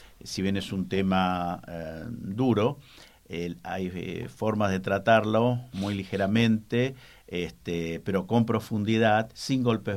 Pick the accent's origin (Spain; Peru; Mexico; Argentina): Argentina; Arroyo Seco, Santa Fe; moved away; Hice teatro de adolescente ya hace muchos años, cuando estaba en mi pueblo natal, Arroyo Seco, y haciendo teatro en la secundaria